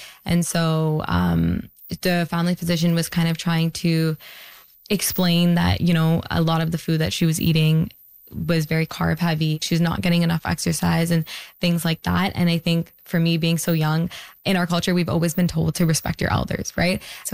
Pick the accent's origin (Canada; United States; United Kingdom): Canada; Peel, Ontario; I think one, growing up in Peel, I've seen the need.